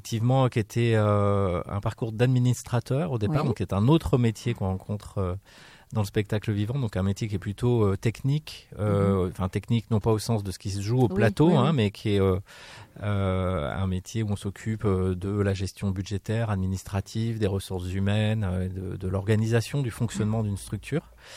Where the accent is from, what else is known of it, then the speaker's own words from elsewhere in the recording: Bressuire, Nouvelle-Aquitaine, France; moved away; also born or lived in Poitiers / Vernouillet / Cherbourg / Perpignan; Alors moi, je suis né à Poitiers. Mais j'ai grandi, je suis juste né à Poitiers, j'ai grandi dans une petite ville des Deux-Sèvres qui s'appelle Bressuire.